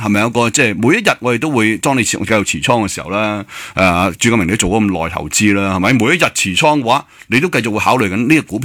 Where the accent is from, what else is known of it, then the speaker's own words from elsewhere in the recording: Hong Kong; 我哋香港人